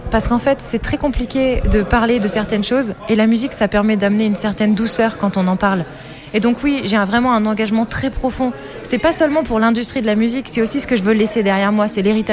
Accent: Brazil; Et oui, en effet, moi je suis brésilienne. Au Brésil, on a la forêt amazonienne qui brûle en fait de plus en plus.

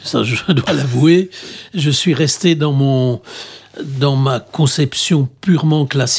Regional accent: Mulhouse, Grand Est, France; born there; now in Brittany, France; je suis alsacien d'origine, vous le savez. Je suis né à Mulhouse. Je parle très bien l'alsacien. Donc l'allemand, je parle très bien l'allemand

